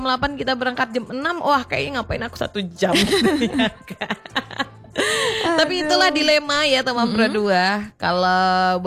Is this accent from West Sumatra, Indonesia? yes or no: no; Pekanbaru, Riau, Indonesia; aku sebagai warga Kulim